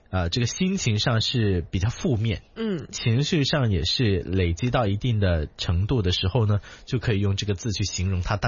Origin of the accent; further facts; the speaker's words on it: Guangdong, China; accent: Cantonese; 原来我们广东话有很多描写心理状态的一些单词。